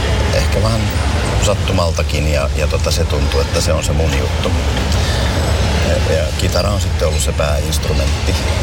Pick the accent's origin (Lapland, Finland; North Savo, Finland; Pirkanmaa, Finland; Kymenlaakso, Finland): Pirkanmaa, Finland; Tampere; also born or lived in Ylöjärvi; mä olen siis Tampereelta kotoisin ja Ylöjärvellä vaikuttanut suurimman osan elämästäni